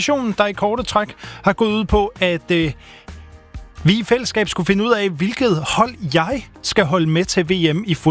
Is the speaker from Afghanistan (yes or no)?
no; Ghana; der hvor jeg for alvor kunne mærke en forbindelse til der, hvor jeg kommer fra.